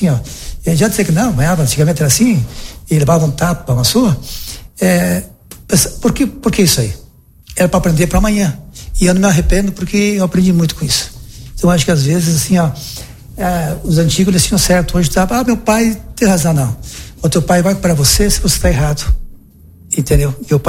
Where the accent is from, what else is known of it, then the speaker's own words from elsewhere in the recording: Marau, Rio Grande do Sul, Brazil; also born or lived in Chapecó; eu, quando era pequenininho, eu nasci em Marau, fiquei em Marau, depois nós fomos morar em Chapecó. Nós moramos um tempo em Chapecó, acho uns 2, 3 anos, depois retornamos para Marau, e daí não saí mais em Marau.